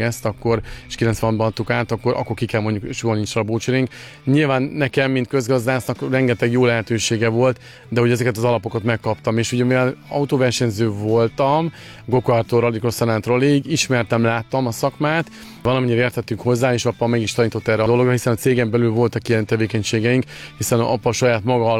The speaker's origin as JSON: {"language": "Hungarian", "town": "Nyíregyháza", "region": "Szabolcs-Szatmár-Bereg", "country": "Hungary", "said": "Nyíregyháziként ugye ott nem volt jelen nagyon ez a sport, ezért Kecskemétre kellett mennünk a gokart pályára"}